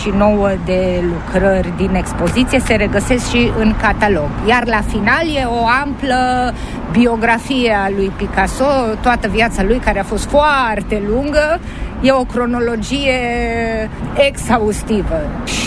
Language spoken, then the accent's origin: Romanian; Timișoara, Timiș County, Romania; Sunt și ca timișoreancă